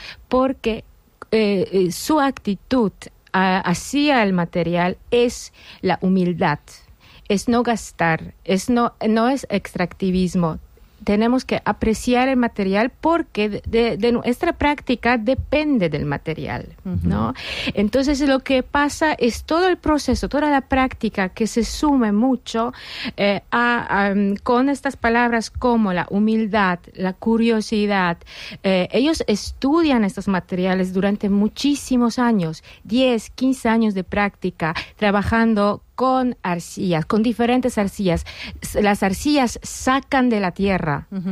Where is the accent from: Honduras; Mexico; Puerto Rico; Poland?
Poland; Kraków, Lesser Poland; Spanish is a second language; now in Madrid, Spain; yo vengo de ahora de Madrid, pero yo soy de Cracovia, entonces del sur de Polonia